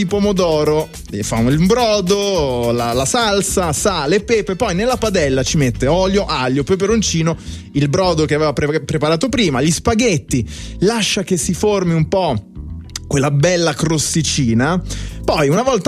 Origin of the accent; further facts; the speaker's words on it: Bari, Apulia, Italy; Io da barese